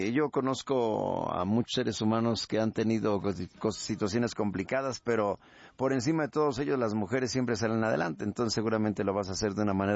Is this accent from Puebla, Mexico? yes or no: yes; Huauchinango, Puebla, Mexico; born there; Yo nací ahí, ¿sabes dónde? En la calle de Colón número 1, ahí junto a la cúpula.